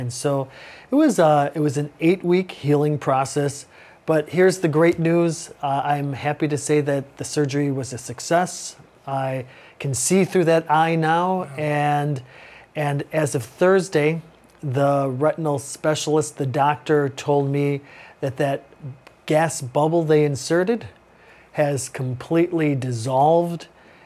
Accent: Chicago, Illinois, United States; I'm from Chicago

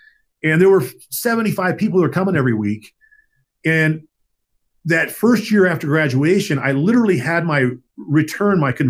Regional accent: Ventura, California, United States; went home to my hometown in Ventura, California, and wasn't prepared to be home again.

